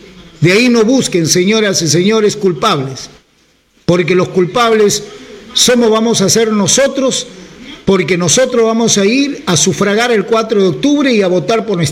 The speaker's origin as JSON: {"language": "Spanish", "area": "Utcubamba Province", "region": "Amazonas", "country": "Peru", "said": "Somos la provincia de Cucubamba, la provincia más limosnera que hay en Amazonas."}